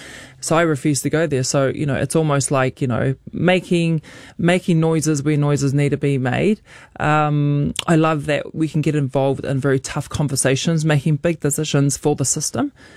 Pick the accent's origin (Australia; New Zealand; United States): New Zealand; we're from New Zealand. I'm also Tongan, very proud Polynesian